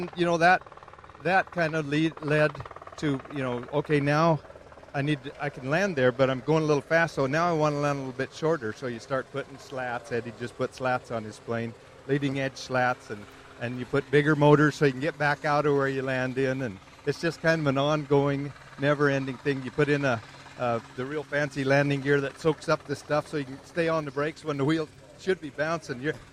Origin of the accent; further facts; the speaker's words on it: Austin, Nevada, United States; I'm from out in Nevada, Austin, Nevada, a little town out there.